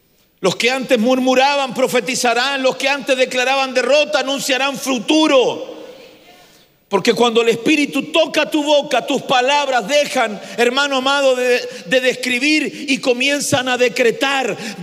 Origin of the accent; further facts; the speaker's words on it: Chile; ahí estaba hablando de Chile, ahí estaba hablando de mi tierra